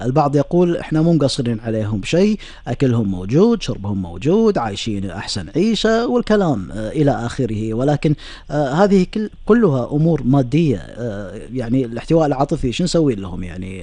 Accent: Kuwait; بلدنا الكويت

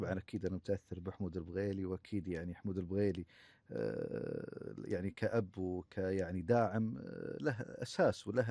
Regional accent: Kuwait

